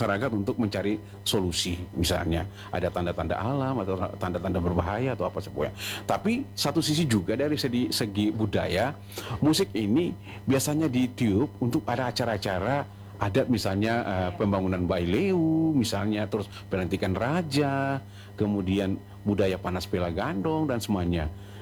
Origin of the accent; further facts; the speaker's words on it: Ambon, Maluku, Indonesia; yang kita orang Ambon bilang Opa Loli